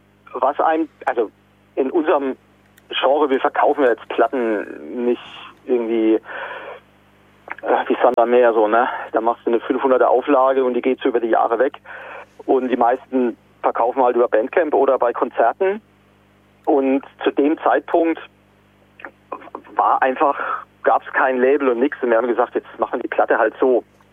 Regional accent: Coburg, Bavaria, Germany; also born or lived in Stuttgart; now in Trier area, Germany; ich komme aus Franken

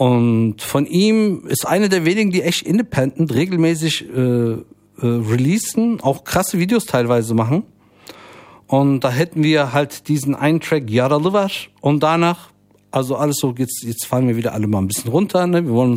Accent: Frankfurt, Hesse, Germany; born there; obwohl ich ja gebürtiger Frankfurter bin, schlägt auch für Offenbach.

